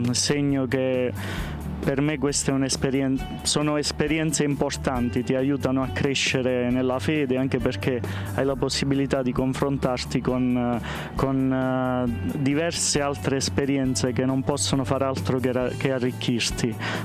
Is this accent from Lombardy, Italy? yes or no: no; Basilicata, Italy; vengo dalla provincia di Potenza, Basilicata, Sud Italia.